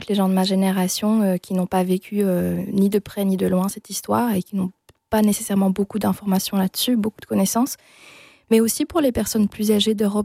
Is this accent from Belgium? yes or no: yes; Belgium; born there; Sachant que j'avais un passeport belge, parce que je suis née en Belgique.